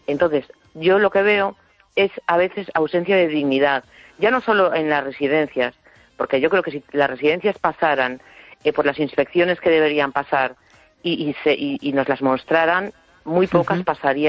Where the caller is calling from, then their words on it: A Coruña, Galicia, Spain; de La Coruña.